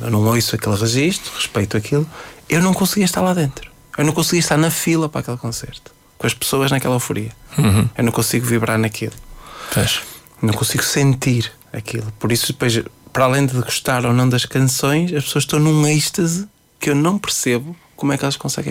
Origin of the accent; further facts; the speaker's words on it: Fafe, Braga, Portugal; Sabes que eu sou de Faf. Faf já é perto de Vila Real. Já é quase Vila Real.